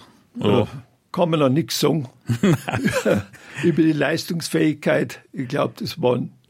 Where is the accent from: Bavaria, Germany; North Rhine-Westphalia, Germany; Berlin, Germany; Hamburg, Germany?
Bavaria, Germany; Alzesberg; born there; Ja, ich bin 1941 in Alzesberg, einem kleinen Dorf in der Gemeinde Rörnbach, geboren. Und ich habe keinen Vertriebenen- oder Migrationshintergrund